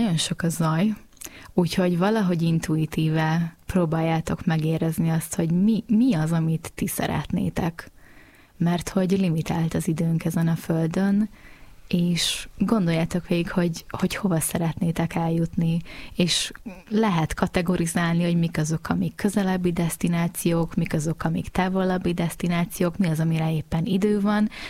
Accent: Lébény, Győr-Moson-Sopron, Hungary; Én egy faluból származom egyébként, és abszolút lehet világutazóvá válni lébényi lakosként is.

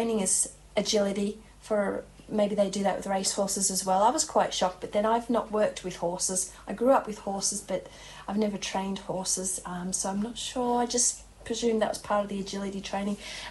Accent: Australia; now in Cambridge, United Kingdom; I couldn't return to the UK without an Irish passport as an Australian.

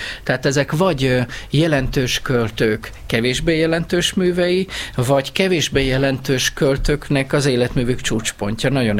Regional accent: Keszthely, Zala, Hungary; born there; a Keszthelyi járást többek között az én szülőházammal, a szülő otthonnal visszacsatolták Zala megyébe. Csak az a baj, hogy én akkor már meg voltam születve fél éve. Úgyhogy én Veszprém megyébe születtem.

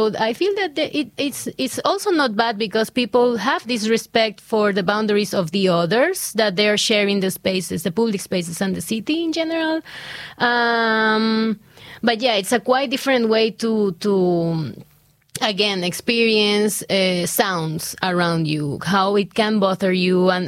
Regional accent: Ecuador; moved away as an adult; now in Budapest, Hungary; Budapest is kind of a silent in comparison with my hometown, silent city.

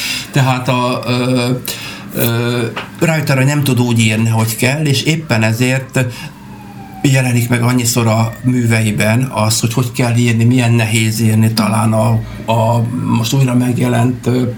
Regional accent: Hungary; Magyarországról vagyunk, egyetemről vagyunk, ismerjük

